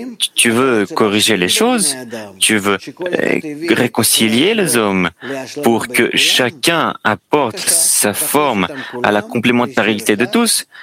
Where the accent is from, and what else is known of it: Israel